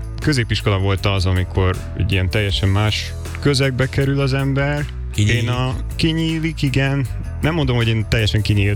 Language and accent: Hungarian; Debrecen, Hajdú-Bihar, Hungary; az 5 emberből 4-en debreceniek vagyunk.